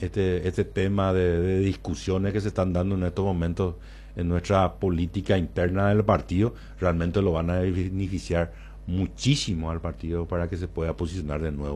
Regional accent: Caaguazú, Paraguay

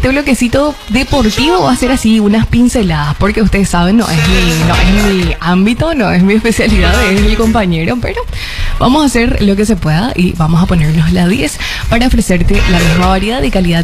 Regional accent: Paraguay; se le suma otra que nos atraviesa ya a todos como paraguayos

